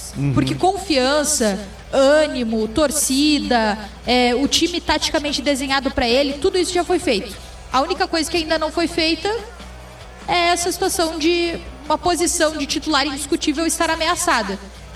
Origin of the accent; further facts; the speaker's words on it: Brazil; Somos brasileiros